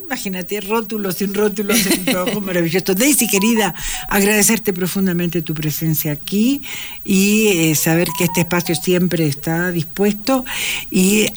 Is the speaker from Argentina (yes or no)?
no; Uruguay; Quito, Uruguay tiene el mismo número de habitantes que Quito, somos 3 millones de Uruguay, imagínate.